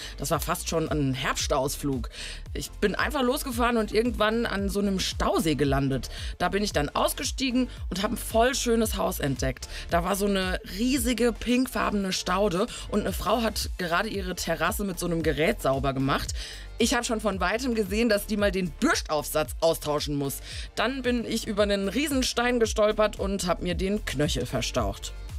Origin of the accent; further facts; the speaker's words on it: Rhineland-Palatinate, Germany; Ich war letztens in meiner Heimat in der Pfalz unterwegs